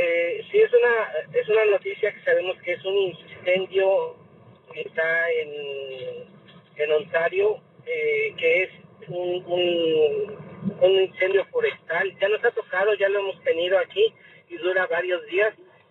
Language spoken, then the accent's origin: Spanish; Mexico City, Mexico; now in Chicago, United States; uno como chilango está acostumbrado a estas condiciones climatológicas